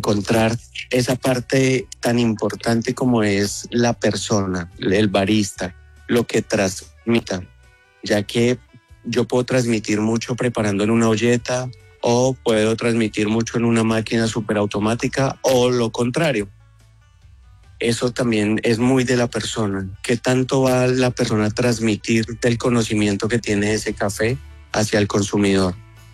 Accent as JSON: {"language": "Spanish", "country": "Colombia", "said": "podemos tener nosotros como colombianos y sacar pecho de eso"}